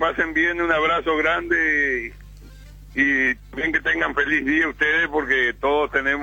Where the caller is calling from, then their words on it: General Ramírez, Entre Ríos, Argentina; de Ramírez.